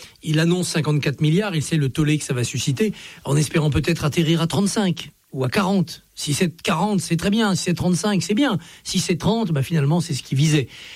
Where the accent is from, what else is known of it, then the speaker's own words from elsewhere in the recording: Auvergne-Rhône-Alpes, France; je suis de Haute-Savoie.